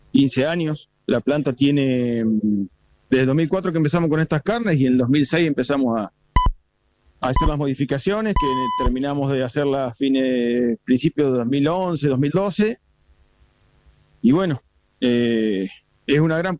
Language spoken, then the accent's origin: Spanish; Argentina; somos argentinos